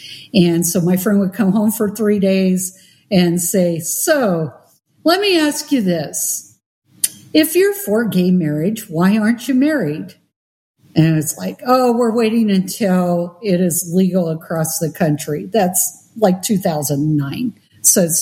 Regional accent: Seattle, Washington, United States; Well, remember, I'm from Seattle.

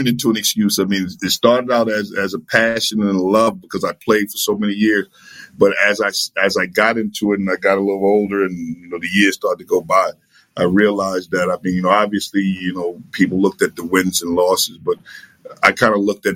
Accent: South Bronx, New York, United States; growing up in the South Bronx, ironically, I didn't know how tough it was until I got older because everyone was going through the same thing.

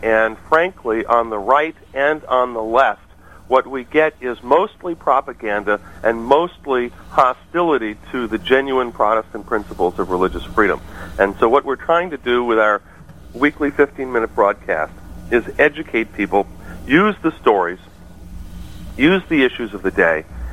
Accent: New York City, New York, United States; I was introduced to the Bible and to Jesus through a friend and neighbor that I grew up with in New York City

